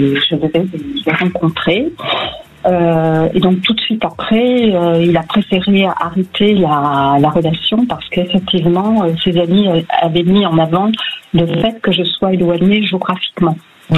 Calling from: Marseille, Provence-Alpes-Côte d'Azur, France; Alors, je vous appelle de Marseille.

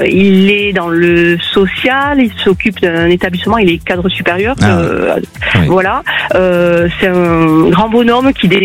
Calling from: Occitanie, France; d'Occitanie

